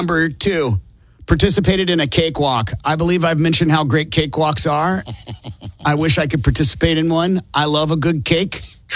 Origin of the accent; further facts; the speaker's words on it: Iowa, United States; Growing up in Iowa, we had that beautiful Iowa soil.